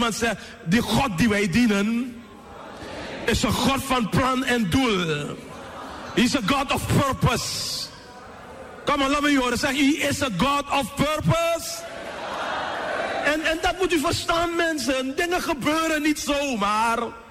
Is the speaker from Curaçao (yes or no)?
no; Suriname; En ik als Surinamer tussen die Amerikanen daar